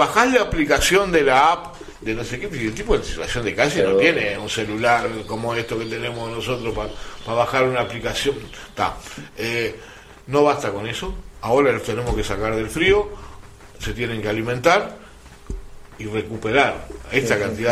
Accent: Uruguay; Uruguay... no es como algunos uruguayos creen que somos una cosa aparte en el mundo.

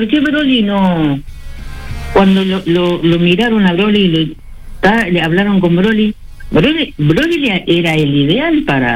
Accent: Uruguay; Que el uruguayo, yo soy uruguaya, tengo sangre tana, pero yo soy más tana que uruguaya.

